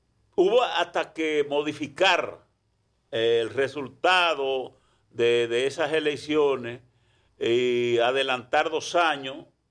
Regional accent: Dominican Republic

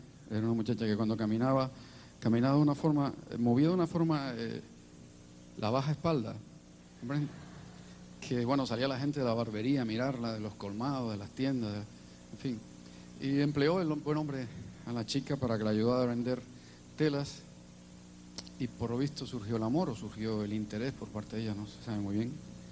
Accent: Canary Islands, Spain; moved away as an adult; de un pueblo cercano al mío, en Gran Canaria

